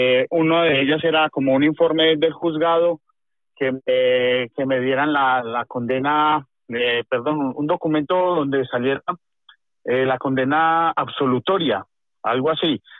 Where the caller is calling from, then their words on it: Madrid, Community of Madrid, Spain; Buenos días. … Comunico desde Madrid.